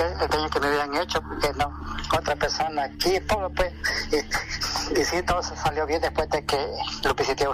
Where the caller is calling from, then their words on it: San Miguel, El Salvador; De aquí, de San Miguel.